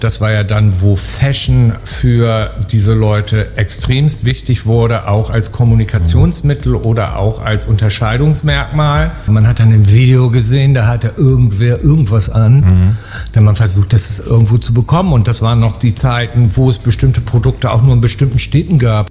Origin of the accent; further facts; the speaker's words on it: Germany; moved away as an adult; also born or lived in London; ich bin in der Nähe von Hamburg aufgewachsen